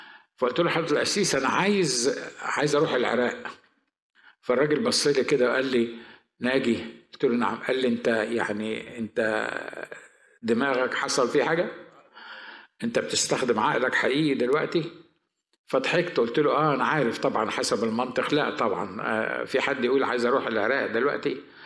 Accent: Egypt

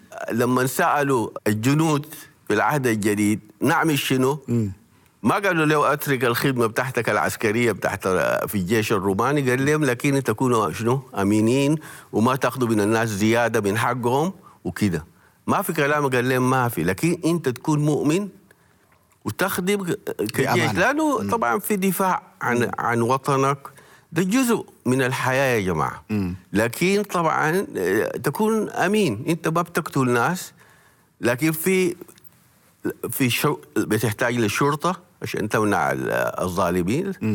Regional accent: Sudan

